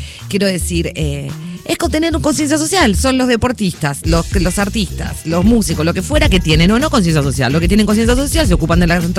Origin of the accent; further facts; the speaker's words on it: Buenos Aires, Argentina; porque soy porteño